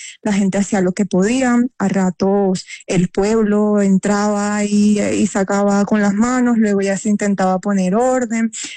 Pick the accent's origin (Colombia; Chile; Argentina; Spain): Colombia; Santa Marta, Magdalena; tu hermana me dijo que esta era su playa favorita en todo el mundo y somos samarios